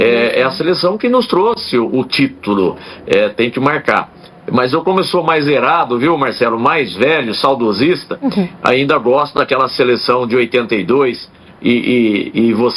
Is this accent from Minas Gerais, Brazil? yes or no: no; Sumaré, São Paulo, Brazil; Eu passei a minha infância, eu nasci em Campinas, Sumaré, ao lado de Campinas, aqui onde eu resido